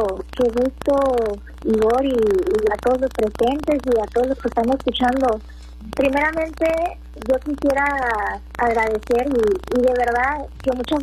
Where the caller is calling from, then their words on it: Acapulco, Guerrero, Mexico; Yo soy de Acapulco.